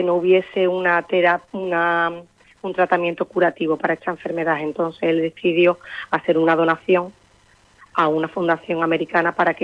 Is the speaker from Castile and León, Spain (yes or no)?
no; Tocina, Andalusia, Spain; Nosotros somos de Tocina, de un pueblo de Sevilla.